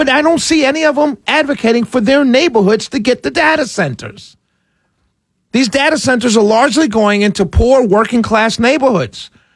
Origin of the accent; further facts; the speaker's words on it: New York, United States; And so I grew up in New York City.